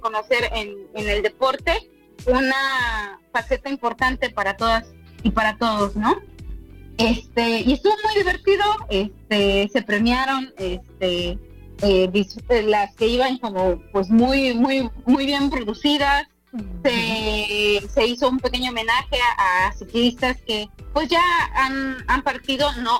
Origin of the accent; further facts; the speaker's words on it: Veracruz, Mexico; moved away; llegué a vivir aquí a la costa, aunque soy veracruzana